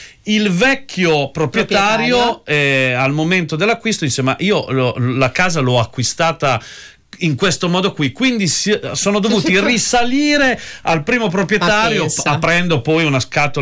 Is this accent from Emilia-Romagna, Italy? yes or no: yes; Rimini, Emilia-Romagna, Italy; Io da riminese mi ho gonfiato il petto e ho detto ma anche da noi l'acqua quest'anno era molto bella.